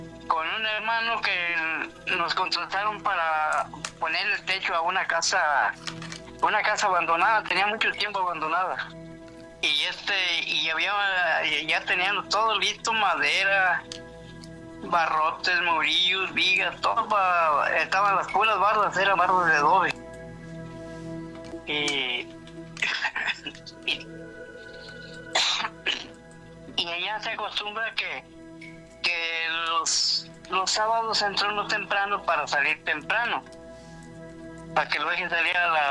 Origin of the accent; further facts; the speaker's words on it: Michoacán, Mexico; Y yo soy del estado de Michoacán.